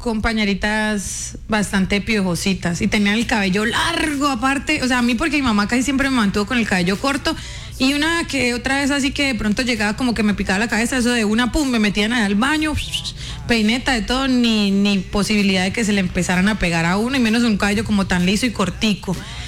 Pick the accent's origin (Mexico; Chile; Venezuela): Venezuela; De mi finca allá en Venezuela.